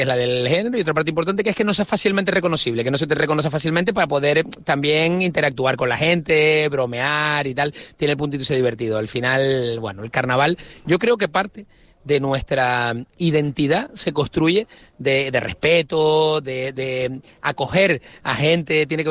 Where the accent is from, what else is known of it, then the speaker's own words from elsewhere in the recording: San Andrés, Canary Islands, Spain; yo soy de San Andrés